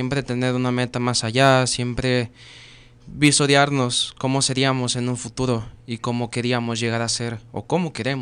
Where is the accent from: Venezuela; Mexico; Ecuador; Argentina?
Mexico; como mexicanos siempre tenemos ese aspecto de patriotismo adentro